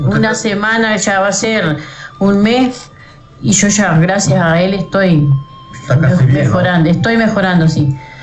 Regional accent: Villa Constitución, Salto, Uruguay

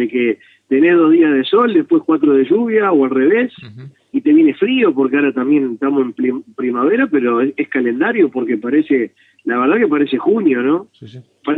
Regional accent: Salto, Uruguay; viste cómo somos salteños

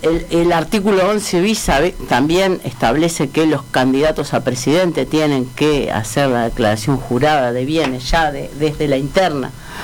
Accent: Uruguay; O sea, pierde credibilidad, y eso a mí me preocupa como uruguayo.

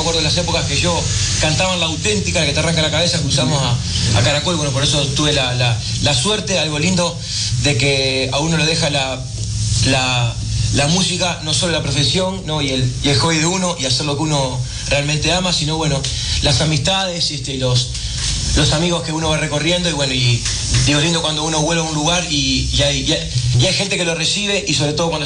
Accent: Atlántida, Canelones, Uruguay; Yo soy de Atlántida, de Canelones.

